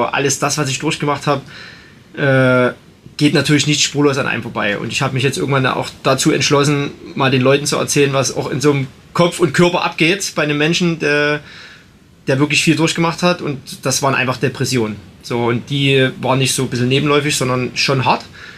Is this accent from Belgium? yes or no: yes; Belgium; ich bin als Belgier auf Nummer 1 ins Ziel gekommen